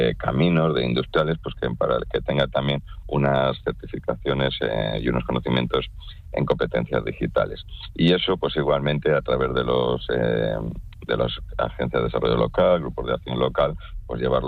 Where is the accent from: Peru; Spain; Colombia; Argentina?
Spain; Langre, Cantabria; yo soy de Langre, pues tú ahora desde un pueblo en remoto puedes hacer los cursos más avanzados que te propongas